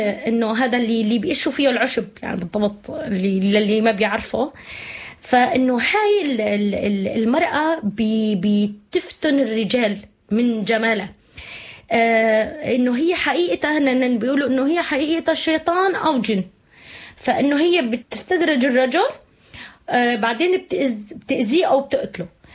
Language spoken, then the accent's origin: Arabic; Syria; نحن عندنا بسوريا بالشام مشهوره امنا الغوله